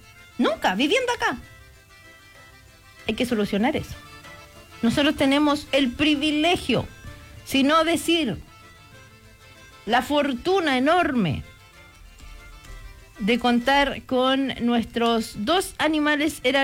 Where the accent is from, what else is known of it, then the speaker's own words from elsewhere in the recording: Chile; Claro, soy chileno